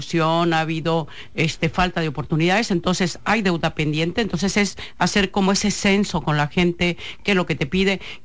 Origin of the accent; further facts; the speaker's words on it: Sinaloa, Mexico; Ha sido, aquí nací, aquí he crecido y hay un gran amor por mi tierra.